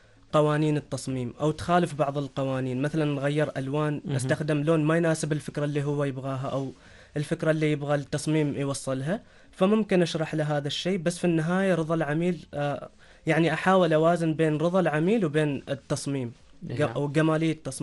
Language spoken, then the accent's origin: Arabic; Oman; لأن نحن كمصممين عمانيين أكثر شيء نصمم على الثيم العماني بالطريقة العمانية